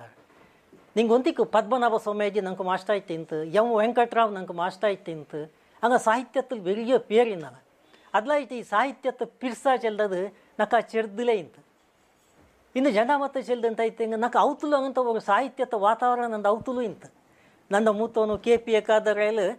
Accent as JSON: {"language": "Kannada", "region": "Karnataka", "country": "India", "tie": "born there", "said": "ಹಳ್ಳಿಲಿ ನಾನು ಜೀವನ ಹಾಕಿಟ್ಟು ಮೇಲೆ ಬಂದವನು."}